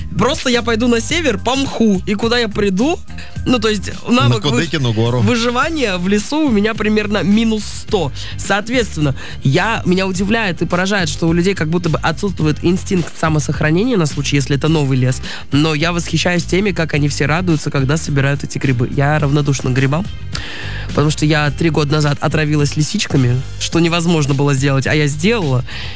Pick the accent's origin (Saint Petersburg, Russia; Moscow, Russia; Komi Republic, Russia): Komi Republic, Russia; Ukhta; born there; moved away; я из Ухты, родилась в Ухте.